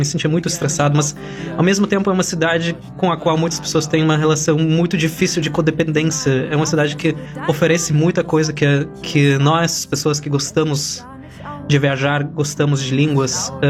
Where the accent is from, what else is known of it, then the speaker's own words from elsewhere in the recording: Transnistria, Moldova; born there; first language Russian; Portuguese is a second language; moved away; família toda nasceu na Moldávia, alguns na Bessarábia, que é a parte da Moldávia atual, outros na Transnistria, que é onde eu nasci, que é essa região separatista, né? Nós em casa falávamos russo